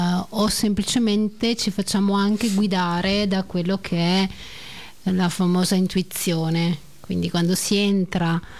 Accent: Sardinia, Italy; Io vengo dalla Sardegna

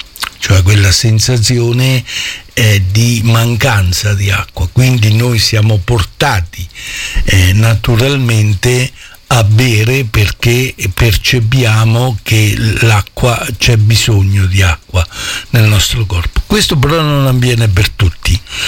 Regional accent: Montappone, Marche, Italy; born there

